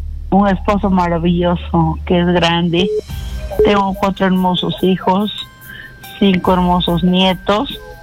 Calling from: Andahuaylas, Apurímac, Peru; Yo soy de Andahuaylas, Apurímac.

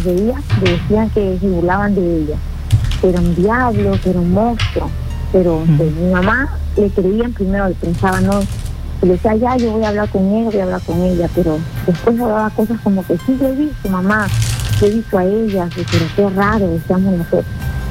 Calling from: Pisco, Ica, Peru; Desde Pisco.

